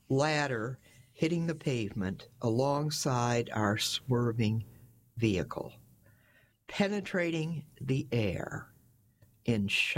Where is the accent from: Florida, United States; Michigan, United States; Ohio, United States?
Michigan, United States; also born or lived in New Jersey, United States; I've only lived here for 11 years in the Plymouth area. I grew up in Michigan, and then I lived in New Jersey for many